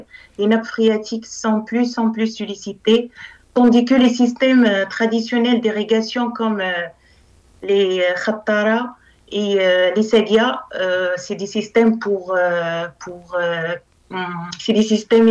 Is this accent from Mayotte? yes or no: no; Errachidia, Drâa-Tafilalet, Morocco; Je suis d'origine de Rachidia, dans le sud-est du Maroc, c'est la région de Dar Atafilelt.